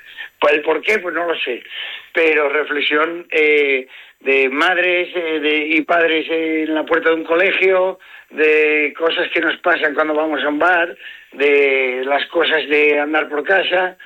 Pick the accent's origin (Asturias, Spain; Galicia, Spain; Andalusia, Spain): Asturias, Spain; accent: Asturian; aunque sea asturiano y hable con el acento asturiano